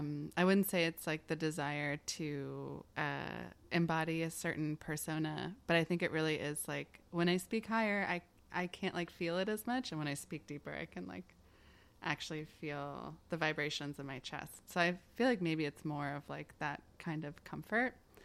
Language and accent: English; Chicago, Illinois, United States; I'm from Chicago, Illinois. I don't have what people would describe as a Chicago accent or a Midwestern accent.